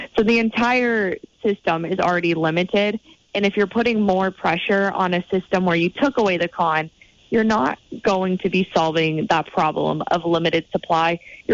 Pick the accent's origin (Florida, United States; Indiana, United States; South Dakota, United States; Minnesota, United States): Florida, United States; moved away; my home state of Florida